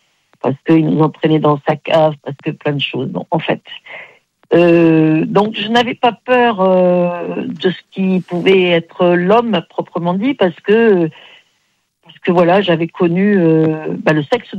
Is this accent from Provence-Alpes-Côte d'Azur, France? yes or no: yes; Aix-en-Provence, Provence-Alpes-Côte d'Azur, France